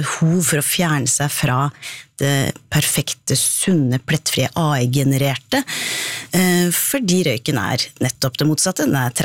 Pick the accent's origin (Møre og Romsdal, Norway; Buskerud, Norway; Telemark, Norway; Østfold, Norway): Buskerud, Norway; Ål; jeg kom fra Ål, der det absolutt fantes en god del røykende karakterer på 70-80-tallet. Og det var en dame som gjorde veldig inntrykk med, som jeg observerte som liten